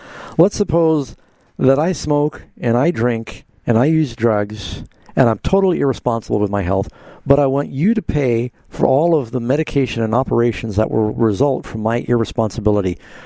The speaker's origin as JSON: {"language": "English", "country": "United States", "said": "now you're asking me as an American"}